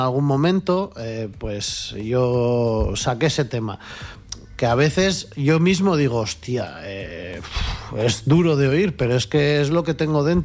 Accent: Pamplona, Navarre, Spain; Yo soy de La Chantrea, ahora mismo vivo allá

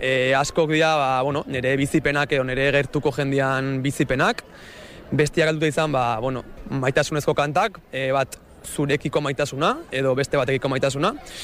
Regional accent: Oiartzun, Basque Country, Spain; born there; Oiartzungo musika eskolan

